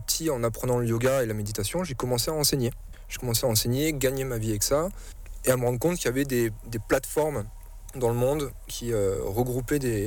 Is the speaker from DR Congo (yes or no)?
no; France; Pour rentrer chez moi en France. Donc j'ai pris un aller à Paris.